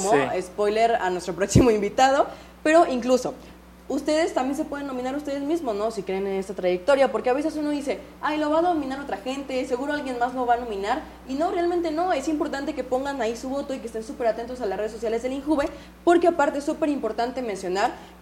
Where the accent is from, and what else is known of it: Nayarit, Mexico